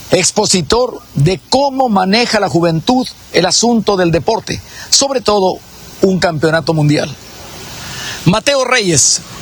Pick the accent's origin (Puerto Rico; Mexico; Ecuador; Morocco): Ecuador; yo como ecuatoriano, orgullosamente